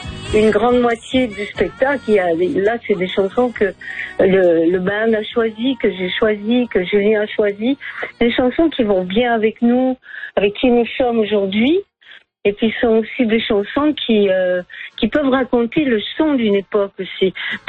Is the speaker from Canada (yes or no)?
yes; Quebec, Canada; accent: Québécois; Aujourd'hui, je l'ai beaucoup perdu, mais j'ai l'accent québécois.